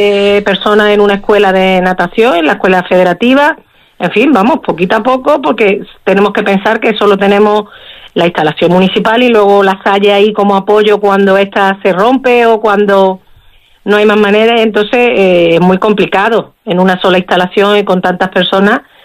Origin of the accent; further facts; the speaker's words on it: Málaga, Andalusia, Spain; moved away as an adult; now in Melilla, Spain; yo soy malagueña. Yo ya era nadadora en Málaga desde pequeñita, desde los 4 años